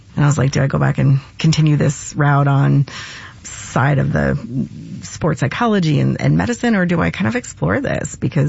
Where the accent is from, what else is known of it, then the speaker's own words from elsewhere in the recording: Canada; also born or lived in United States; My family's in Canada. I grew up in Canada.